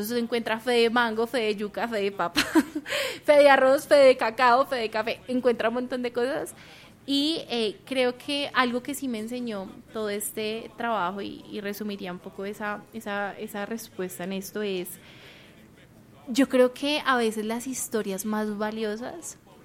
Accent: Colombia; para nosotros como colombianos

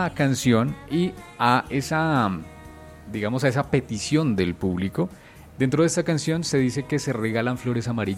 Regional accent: Colombia; nosotros como latinos y nosotros como colombianos

